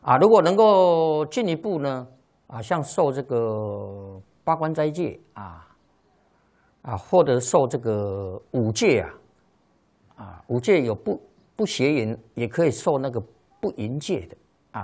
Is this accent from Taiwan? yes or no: no; China; 我们中国人